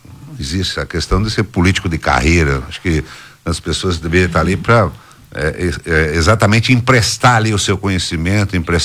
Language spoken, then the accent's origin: Portuguese; Goiás, Brazil; born there; moved away; a oportunidade de nascer em Goiás. Eu adoro o meu estado, adoro a minha cidade, adoro o lugar lá onde eu nasci, lá no meio da roça.